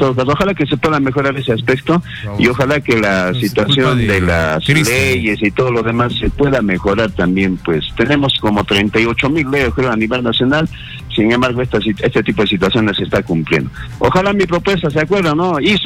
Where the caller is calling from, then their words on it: Cusco, Peru; Un abrazo desde la ciudad del Cusco.